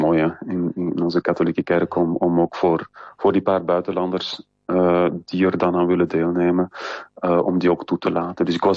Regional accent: Belgium; ik weet van mezelf, ik als Belg

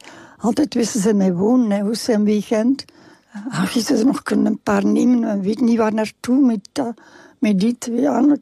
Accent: Flanders, Belgium; Ja maar, ik ben een Vlaming.

